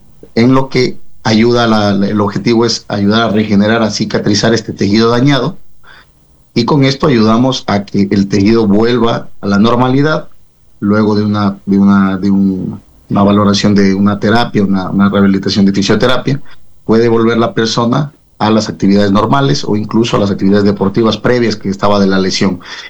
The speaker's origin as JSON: {"language": "Spanish", "town": "Cuenca", "region": "Azuay", "country": "Ecuador", "lives_now": "Yantzaza, Ecuador", "said": "soy de Cuenca, y estaré esta próxima semana del día lunes 14 al miércoles 16 en Yanzaza"}